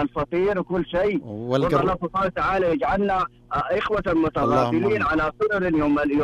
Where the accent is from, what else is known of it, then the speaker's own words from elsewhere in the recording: Sudan; now in Medina, Saudi Arabia; سوداني من المدينة المنورة.